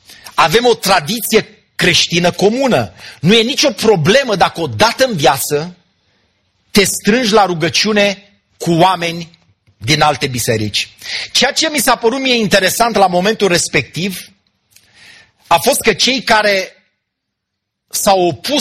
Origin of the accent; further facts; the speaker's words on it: Romania; noi ca români